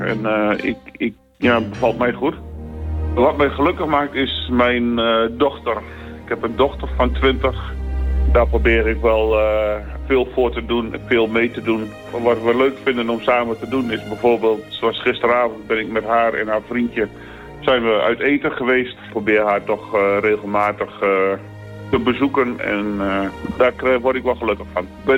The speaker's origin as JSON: {"language": "Dutch", "town": "Almelo", "region": "Overijssel", "country": "Netherlands", "said": "uit Elmelo. Ik ben 61 jaar."}